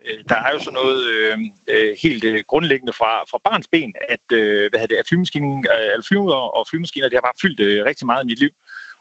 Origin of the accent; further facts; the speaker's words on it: Karup, Central Denmark Region, Denmark; jeg er opvokset i Karup, lidt længere nede i Jylland, og der boede vi lige ved siden af flyvestationen, og min far var tekniker.